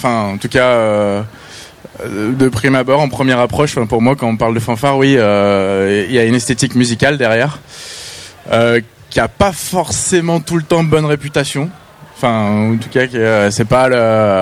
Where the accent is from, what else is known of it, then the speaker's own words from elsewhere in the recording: Auvergne-Rhône-Alpes, France; Alors moi je viens du Beaujolais, donc un peu en dehors d'une grosse ville